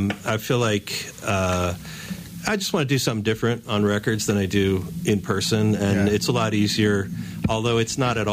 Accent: Los Angeles, California, United States; moved away as an adult; also born or lived in San Francisco / Oakland / Berkeley; now in Durham, United States; I'm from California. All right. I grew up in Los Angeles, and I've spent most of my adult life in San Francisco and Oakland and Berkeley.

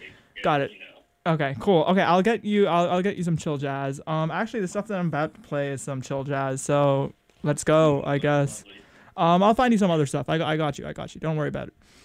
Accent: New York, United States; You know, I'm from New York.

